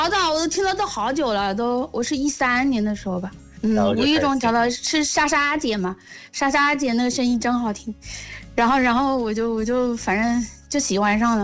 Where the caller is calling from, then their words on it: Jiujiang, Jiangxi, China; 我本来就是江西的，我是江西九江的。